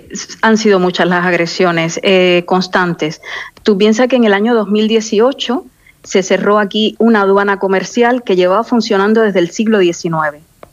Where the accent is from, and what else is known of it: Melilla, Spain